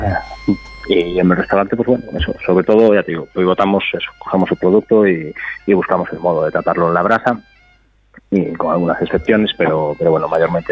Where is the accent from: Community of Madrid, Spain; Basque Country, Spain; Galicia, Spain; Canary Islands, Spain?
Galicia, Spain; Chantada; Sí, ya nací en Chantada de toda la vida.